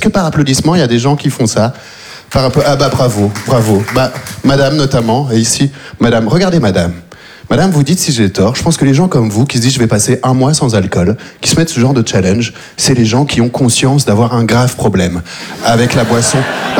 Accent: Belgium; c'est vrai que je viens de Belgique, je suis arrivé en Belgique quand j'avais 3 ans, j'ai vécu toute ma vie là-bas

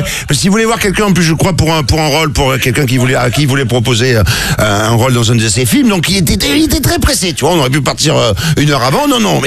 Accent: Marseille, Provence-Alpes-Côte d'Azur, France

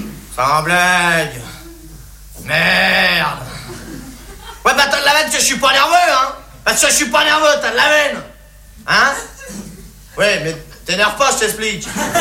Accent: France; Les Français, c'est des cons, oui, ben, je suis bien placé, hein, je suis français.

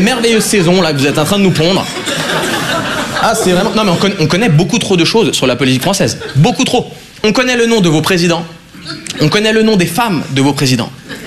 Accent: Switzerland; Je dis « Mais mec, je suis suisse, mais je suis pas la Suisse, en fait. »

